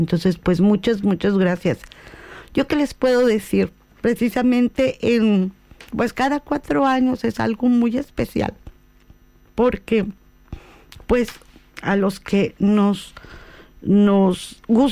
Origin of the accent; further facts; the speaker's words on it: Mexico; Así somos los mexicanos.